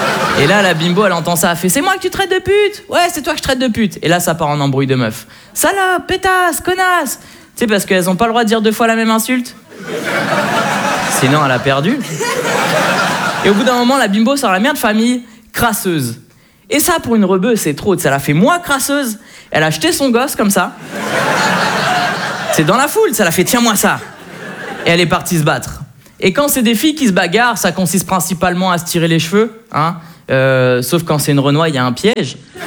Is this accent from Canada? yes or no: no; Le Havre, Normandy, France